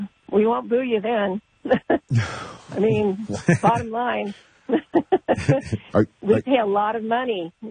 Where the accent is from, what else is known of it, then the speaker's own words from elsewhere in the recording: Oregon, United States; born there; now in Idaho, United States; No. I was born in Oregon. I live in Idaho, but we've been Packer fans all the way back.